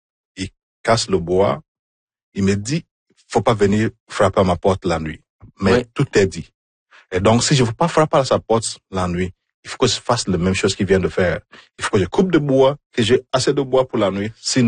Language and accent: French; Matimekosh, Quebec, Canada; Parce que j'ai fait une expérience de partir de chez moi à Matimekosh pour aller à l'aéroport à moins 41.